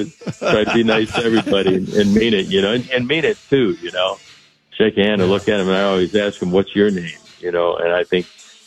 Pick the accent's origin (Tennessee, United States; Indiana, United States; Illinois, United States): Illinois, United States; Chicago; me growing up in Chicago and my favorite player, Louis Aparicio, and all that.